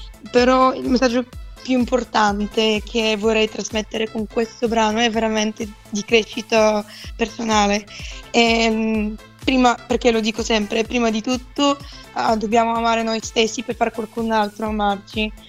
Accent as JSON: {"language": "Italian", "country": "Bulgaria", "second_language": "Italian", "moved": "yes", "said": "Sì, perché sono bulgara. Tutti sanno che ho imparato l'italiano due anni fa"}